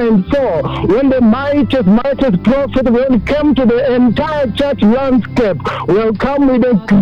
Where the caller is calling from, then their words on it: Kakamega, Kakamega County, Kenya; I am calling you from Kakamega